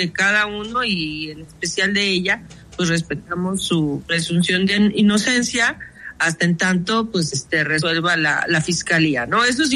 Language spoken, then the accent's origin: Spanish; Mexico; incluso como mexicanos